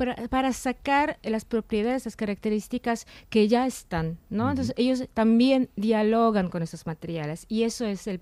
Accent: Lower Silesian Voivodeship, Poland; Spanish is a second language; en la parte del oeste, como Wrocław, que es muy precioso, es muy cerca de mi ciudad natal, porque no había destrucción durante la Segunda Guerra, antes pertenecía también a Alemania.

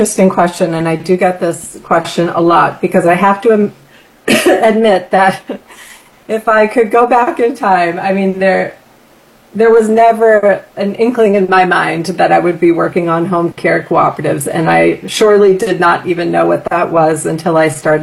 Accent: Boston, Massachusetts, United States; I, you know, growing up outside of Boston, I went to just a, you know, traditional public school, had a wonderful experience and a great upbringing.

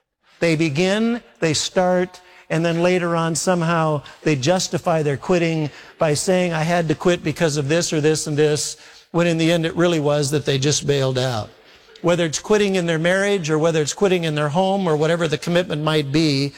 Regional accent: Minneapolis, Minnesota, United States; and I'm from Minneapolis, but I have never, ever been colder in all of my life.

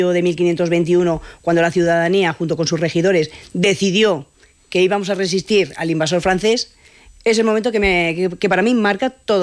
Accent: Logroño, La Rioja, Spain

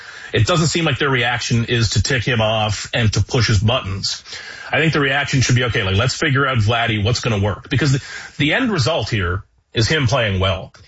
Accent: Atlantic Canada, Canada; moved away; I grew up on the East Coast

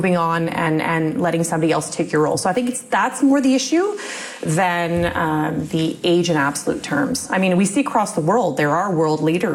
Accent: Waterloo, Ontario, Canada; born there; So my parents immigrated from what was then Czechoslovakia, now the Czech Republic, to do their PhDs. And they met in at the University of Waterloo while they were doing their PhDs. That's where I wa

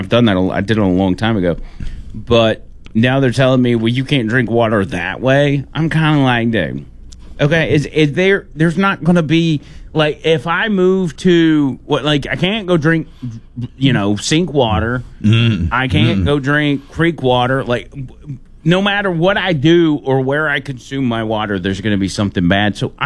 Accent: the South, United States; growing up in the South, like, we grew up drinking soda.

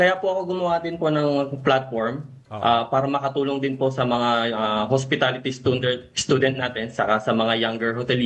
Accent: Bulacan, Central Luzon, Philippines; Dito po, sa Tigabulacan po ako.

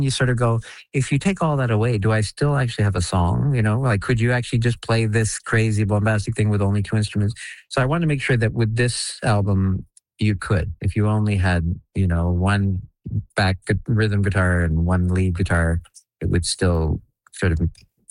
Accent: Canada; The fact is, I'm Canadian. I live in Canada

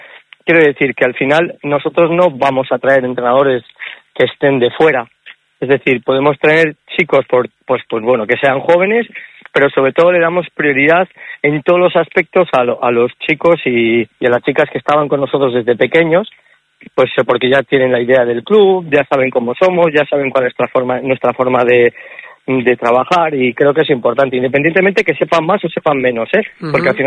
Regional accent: Ermua, Basque Country, Spain; tener y dar oportunidades a todos los niños de mi pueblo, de Ermua, vivir un poco lo que he podido vivir yo durante toda mi etapa de jugador y, bueno, trasladarlo con todo lo que he aprendido fuera

